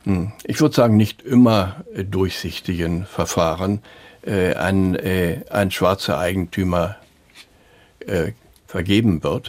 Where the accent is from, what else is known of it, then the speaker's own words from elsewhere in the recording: Germany; moved away; ich komme ja aus Deutschland